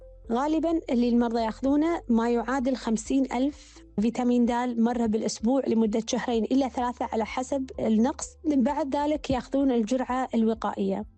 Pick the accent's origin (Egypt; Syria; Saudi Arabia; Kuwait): Kuwait; مثل ما احنا عندنا بالكويت